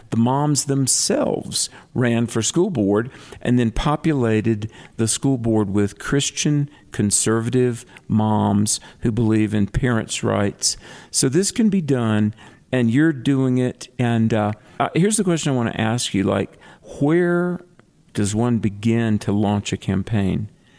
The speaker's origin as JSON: {"language": "English", "region": "North Carolina", "country": "United States", "tie": "born or raised there", "said": "also in my home state of North Carolina."}